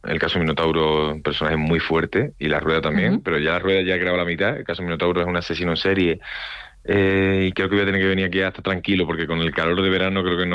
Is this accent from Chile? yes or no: no; Andalusia, Spain; accent: Andalusian; moved away; also born or lived in Madrid / Mexico; Pero me toca esforzar, porque ya no hablo como andaluz. Pues claro, me quité el acento en Madrid para hablar castellano, que me costó el cielo y la vida. Y luego en México hablando mexicano.